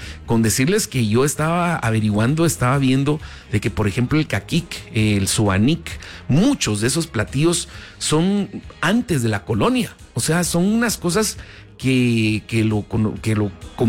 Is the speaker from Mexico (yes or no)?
no; Guatemala; nosotros como guatemaltecos